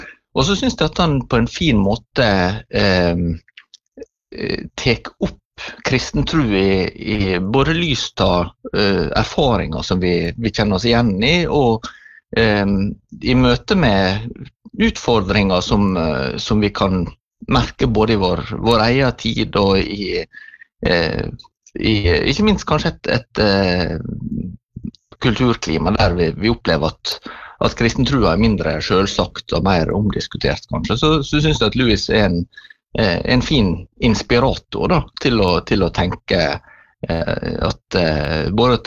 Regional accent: Møre og Romsdal, Norway; moved away as an adult; now in Sotra, Bergen, Norway; Jeg jo egentlig remeværing, så jeg har vokst opp I Trærøy og bodde der til, ja, jeg var ferdig på videregående, og det synes jeg ikke så lenge siden, men det visst 25 år. Så nå jeg bodd I Bergen oppe på Sotra

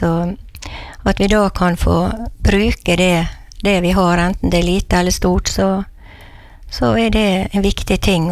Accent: Brattvåg, Møre og Romsdal, Norway; now in Ellingsøya, Norway; Og egentlig så jeg fra Brattvåg, der jeg vokste opp.

